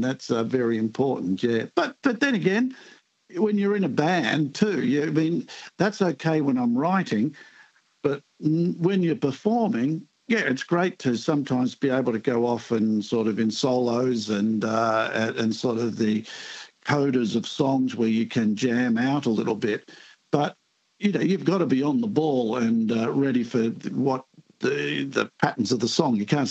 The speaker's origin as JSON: {"language": "English", "country": "Australia", "tie": "born or raised there", "also_born_or_lived": "Rockhampton", "said": "And I spent the next 6.5 years growing up in caravans and travelling around Australia."}